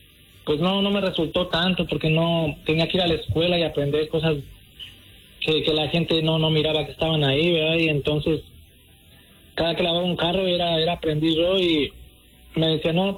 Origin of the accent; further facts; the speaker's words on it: Puebla, Mexico; moved away as an adult; now in El Monte, California, United States; yo soy de México, bueno … me presento, soy de la ciudad de Puebla, y estoy aquí desde el 2007, un tiempo que llegué para acá